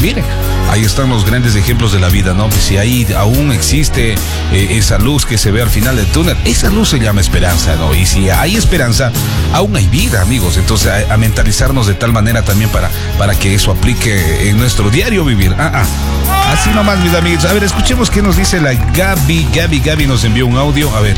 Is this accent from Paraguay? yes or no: no; Ecuador; Como buenos ecuatorianos que somos